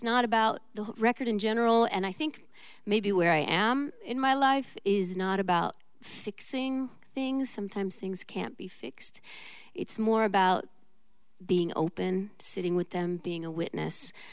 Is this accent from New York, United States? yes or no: yes; New York City, New York, United States; I am here from New York City.